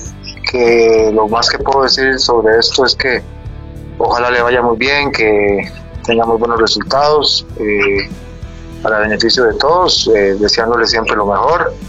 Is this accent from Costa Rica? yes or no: yes; Costa Rica; En Costa Rica habemos, me meto en el saco porque soy costarricense